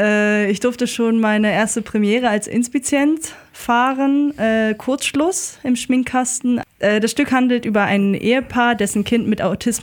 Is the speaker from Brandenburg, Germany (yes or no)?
yes; Bad Belzig, Brandenburg, Germany; moved away as an adult; also born or lived in Detmold, North Rhine-Westphalia; Geboren bin ich in Detmold, also in NRW, aufgewachsen in Land Brandenburg, in einer kleinen Stadt namens Bad Belzig.